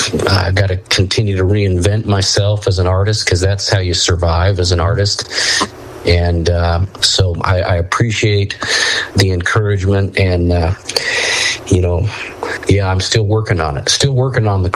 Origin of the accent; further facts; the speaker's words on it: Utah, United States; You know, growing up in Utah, if you grow up as a rural kid here in Utah, hunting is kind of the family vacation.